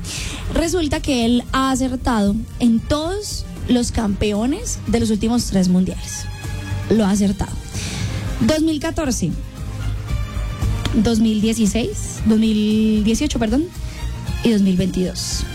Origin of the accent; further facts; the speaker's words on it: Colombia; uno como colombiano, pues uno tiene su fe